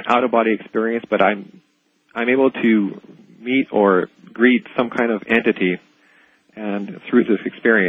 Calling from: Toronto, Ontario, Canada; I'm calling from Toronto, AM 640.

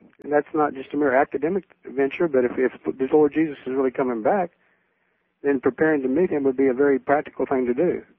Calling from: Birmingham, Alabama, United States; Greetings from Birmingham, Alabama

